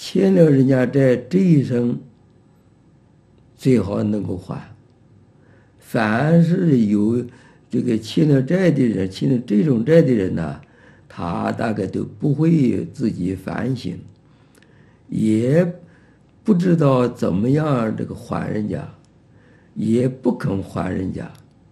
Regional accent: China; 过去啊，我们中国人都知道

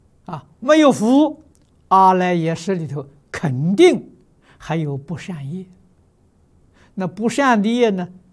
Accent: China; 八十岁圆寂是我们中国人讲的虚岁，啊，要外国人讲这个年龄呢，那释迦牟尼佛是七十九岁。

